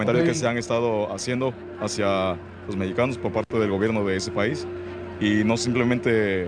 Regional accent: Piedras Negras, Veracruz, Mexico; 4 años, soy un de Piedras Negras, Veracruz.

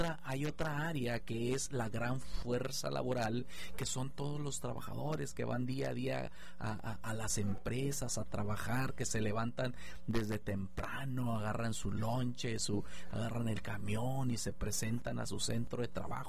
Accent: Monterrey, Nuevo León, Mexico

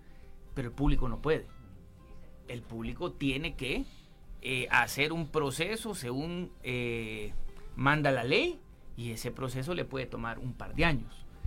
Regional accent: Honduras

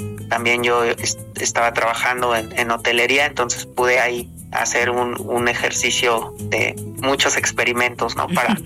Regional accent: Amanalco, State of Mexico, Mexico; Sí, yo soy de Amanalco, tengo 33 años. Soy de la comunidad de San Bartolo, del pueblo otomí. Bueno, en general, Amanalco es pueblo otomí.

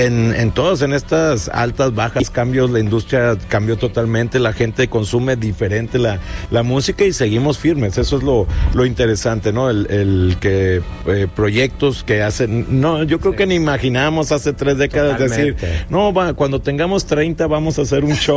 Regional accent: Monterrey, Nuevo León, Mexico; hemos pateado bastantes años aquí en Estados Unidos, nos ha tocado, entonces esta química que tenemos como representantes regios

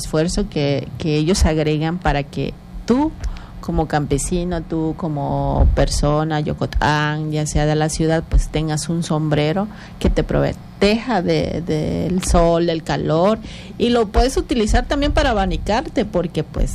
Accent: Tabasco, Mexico; nuestras raíces, nuestras tradiciones y las costumbres que tenemos los tabasqueños.

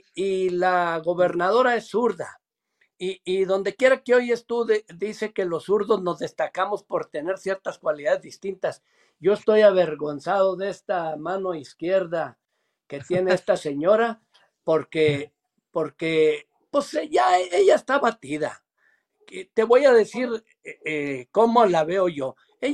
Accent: Chihuahua, Mexico; soy muy orgulloso de ser chihuahuense, de ser del estado

